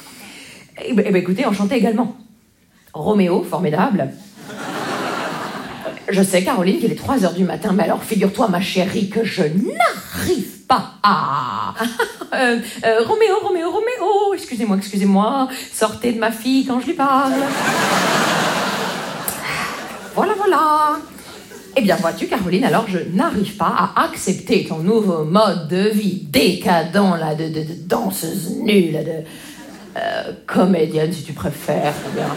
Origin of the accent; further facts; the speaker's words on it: Grand Est, France; Vous savez, moi, je viens des Vosges.